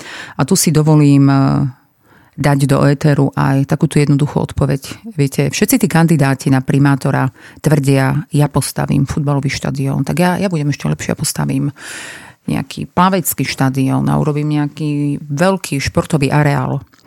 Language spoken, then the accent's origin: Slovak; Prešov, Prešov Region, Slovakia; my Prešovčania, ktorí máme trvalý pobyt v meste Prešov